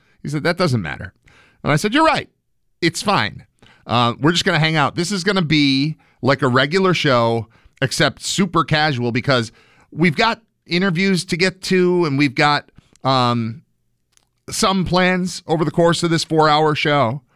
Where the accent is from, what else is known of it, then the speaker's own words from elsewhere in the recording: West Seneca, New York, United States; I grew up in West Seneca, 15-minute drive from there to the stadium, probably, from my house, from my parents' house.